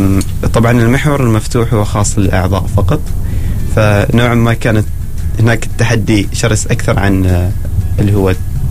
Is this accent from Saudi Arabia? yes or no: no; Nakhal, South Al Batinah, Oman; لأنه من مكان أنا بلدتي.